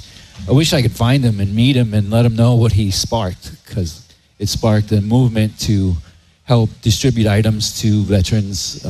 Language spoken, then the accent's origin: English; New York, United States; I grew up in New York. I was very familiar with homeless people, obviously familiar with veterans